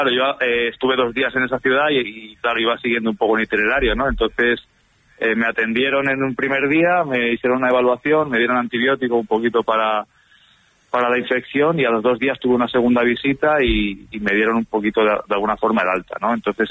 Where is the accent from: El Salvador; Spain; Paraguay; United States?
Spain; Zamora, Castile and León; moved away as an adult; now in Barcelona, Spain